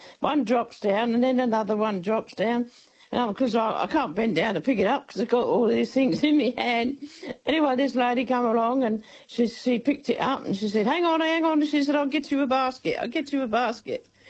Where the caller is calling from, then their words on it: Maffra, Victoria, Australia; Oh, hi, Mim. Yeah … from Maffra.